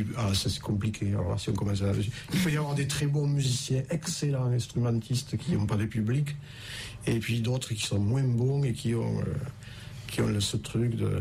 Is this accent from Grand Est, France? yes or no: no; Toulouse, Occitanie, France; moved away as an adult; now in Cardaillac, France; Alors, natif de Toulouse.